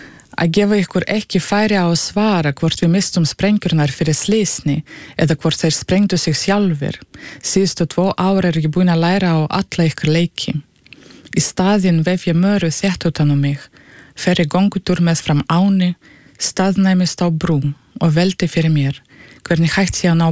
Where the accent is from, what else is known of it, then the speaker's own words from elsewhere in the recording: Russia; Icelandic is a second language; now in Iceland; þegar ég var lítil þetta var mjög gefandi líka að sjá heimalandið mitt upp á nýtt í öðru ljósi